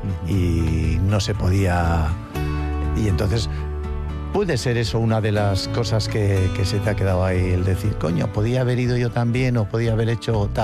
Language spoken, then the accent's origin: Spanish; Sestao, Basque Country, Spain; also born or lived in Bilbao; yo nací en Bilbao, por circunstancias. No lo sé, nunca se lo pregunté a mis padres, pero bueno. Vivo en Sestao, pues se puede decir que soy de Sestao. Uh-huh. Soy de Sestao.